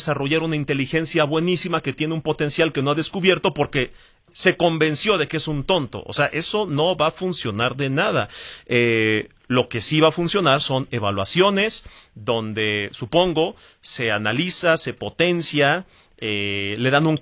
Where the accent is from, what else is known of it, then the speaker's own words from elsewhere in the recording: Mexico; así somos los mexicanos